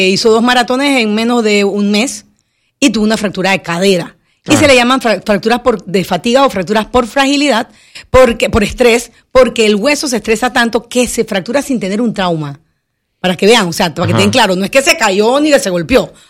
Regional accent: Penonomé, Coclé, Panama; orgullosamente Castalia y yo somos del mismo barrio de Penonomía.

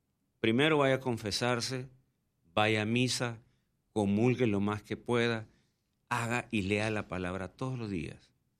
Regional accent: El Salvador; moved away as an adult; now in Panama; soy del Salvador, pero yo ya, como digo, de corazón soy C3, vea, C3 de corazón.

